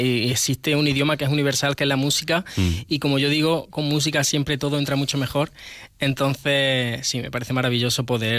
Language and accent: Spanish; Granada, Andalusia, Spain; now in Madrid, Spain; encantado de venir desde Madrid. Soy de Granada, pero vivo en Madrid y normalmente estoy allí trabajando